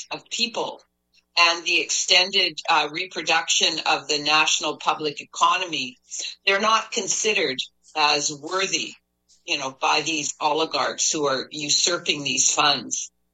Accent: Canada

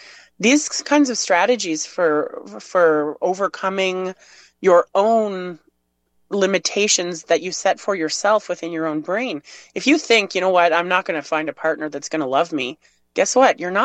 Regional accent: Canada; being a Canadian

